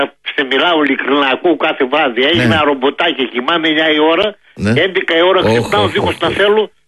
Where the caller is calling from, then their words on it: Drama, Eastern Macedonia and Thrace, Greece; εδώ στα χωριά μας η Δράμα έχει πάρα πολύ νέκρα.